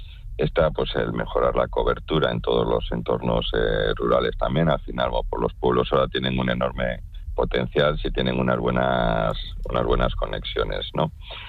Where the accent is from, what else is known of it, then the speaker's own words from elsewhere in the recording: Langre, Cantabria, Spain; yo soy de Langre, pues tú ahora desde un pueblo en remoto puedes hacer los cursos más avanzados que te propongas